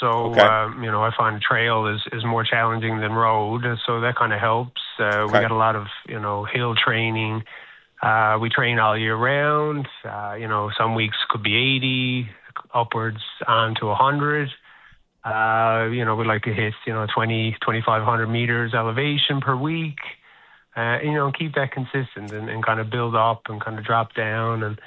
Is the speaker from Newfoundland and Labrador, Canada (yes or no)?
yes; Trepassey, Newfoundland and Labrador, Canada; And we're going to run to Trepassey. So it's my hometown.